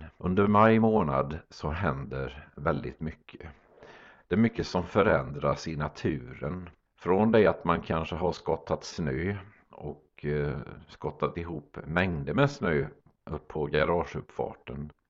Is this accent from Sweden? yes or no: yes; Sweden; Forsrum där jag kommer ifrån.